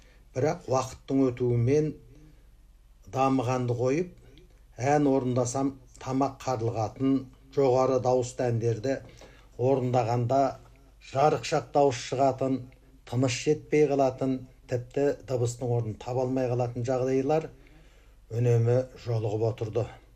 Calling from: Karamay, Xinjiang, China; мен Қарамайлы қаласында тұратын қарапайым тыңдарман ретінде өз лебізімді білдіре кетуді жөн көрдім.

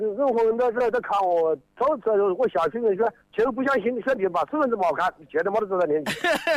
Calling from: Wuhan, Hubei, China; 我蔡甸，我现在是居于镇蔡甸来的

